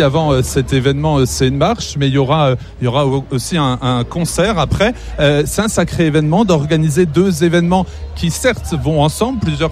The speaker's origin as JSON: {"language": "French", "town": "Lyon", "region": "Auvergne-Rhône-Alpes", "country": "France", "said": "à Blandan, comme on dit ici quand on est lyonnais."}